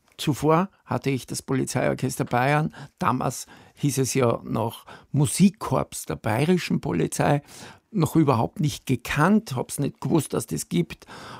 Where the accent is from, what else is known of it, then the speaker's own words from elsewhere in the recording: Upper Austria, Austria; moved away as an adult; also born or lived in Vienna; now in Bavaria, Germany; Ich bin in Oberösterreich sehr ländlich aufgewachsen